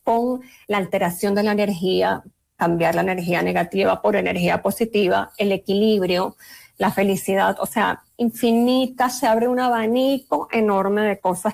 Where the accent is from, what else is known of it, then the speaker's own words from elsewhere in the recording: Venezuela; now in Colombia; antes de venir a Colombia, yo soy venezolana, pero ya tengo 16 años viviendo acá. Sí, soy colombiana.